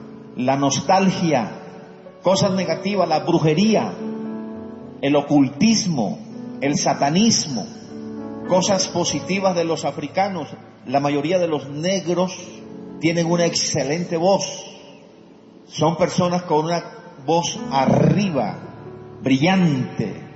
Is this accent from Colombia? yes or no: yes; Colombia; Las raíces históricas que nosotros tenemos como pueblo colombiano son raíces frágiles. Porque por un lado venimos de África, por otro lado venimos de los aborígenes que vivían acá. Por otro lado venimos de los españoles.